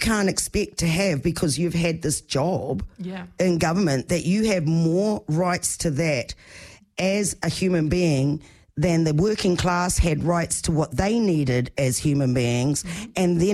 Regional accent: New Zealand; also born or lived in Australia

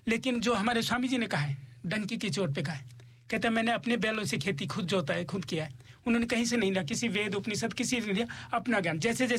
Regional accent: Gurgaon, Haryana, India; तो हमारा घर गुड़गांव में, मैं हरियाणा से बिलोंग करता हूँ, गुड़गांव।

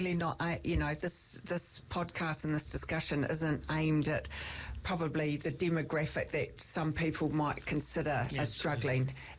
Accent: New Zealand; I'm from Lovin

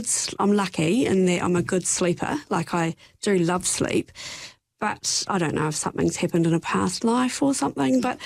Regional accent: Ranfurly, Otago, New Zealand; moved away as an adult; I came from Ranfurly, grew up in Ranfurly, and we lived just, you know, you wouldn't say outskirts, but a few blocks back from the main bit, I suppose you'd say. So pretty quiet, you know, and we didn't have neighbours close by.

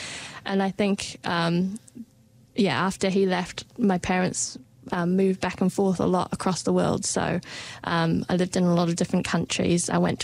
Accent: Wales, United Kingdom; born there; also born or lived in Qatar / Egypt / Montenegro / Kazakhstan; So I was born in Wales, and so I've moved back and forth between Wales a few times. I lived in Qatar for a couple of years, did some school there, lived in Egypt, Montenegro and Kazakhstan

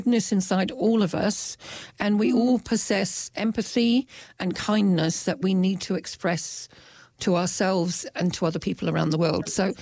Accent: England, United Kingdom; now in New Zealand; And in fact, I come from England, so I'm still on a quest for belonging because I've got one foot in England and one foot in New Zealand because I've stayed in both places a lot.

